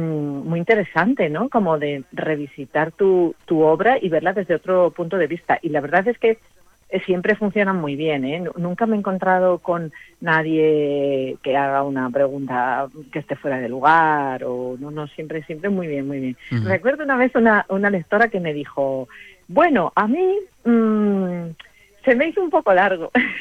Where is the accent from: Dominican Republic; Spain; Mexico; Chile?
Spain; Castile and León; justo de camino desde el sur de León, de donde yo soy, al norte